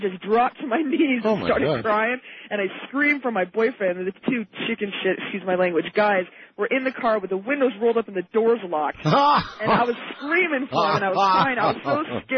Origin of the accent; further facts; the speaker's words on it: Susanville, California, United States; I'm from Susanville. You don't know where that is. It's by Reno.